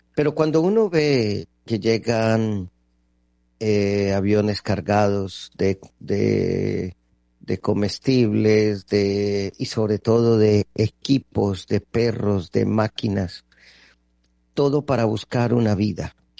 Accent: Colombia

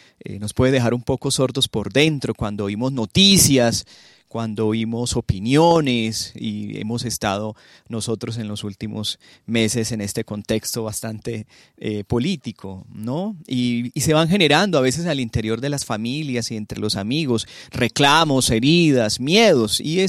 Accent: Colombia; cuando escuchemos todos nosotros como colombianos al Señor, Colombia será siempre una nación grande

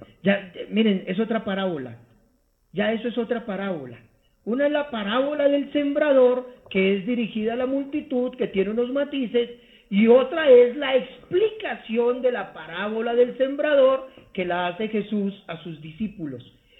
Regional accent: Bogotá, Colombia; Yo crecí en Fontibón, al occidente, y de niño pues teníamos cultivos y tocaba arar.

